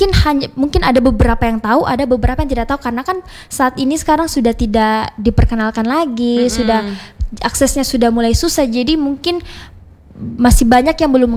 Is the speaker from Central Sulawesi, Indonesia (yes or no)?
yes; Central Sulawesi, Indonesia; saya ini, Kak, berasal dari suku Mori, Mobahono.